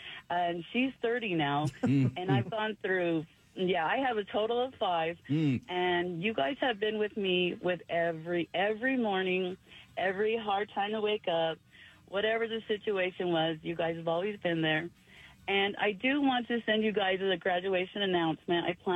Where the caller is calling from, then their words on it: Ogden, Utah, United States; I'm calling from Ogden